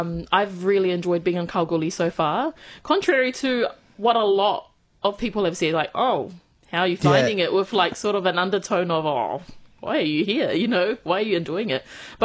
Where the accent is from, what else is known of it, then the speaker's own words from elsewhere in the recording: New Zealand; It was fun. I think being the eldest, it was a lot serious. It was a lot more serious for me than my younger siblings.